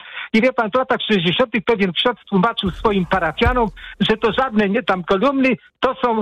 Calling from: Płock, Masovian Voivodeship, Poland; ja jestem z Płocka

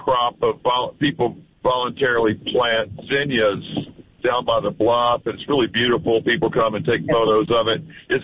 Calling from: Natchez, Mississippi, United States; from Natchez.

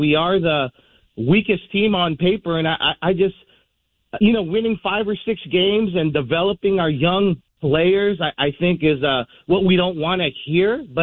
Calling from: Fairfield, California, United States; from the Bay from Fairfield, California.

